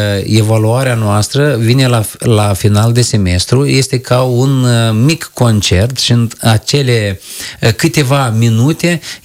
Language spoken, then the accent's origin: Romanian; Tabani, Briceni District, Moldova; Din Tabani, Briceni. Tabani, Briceni, da.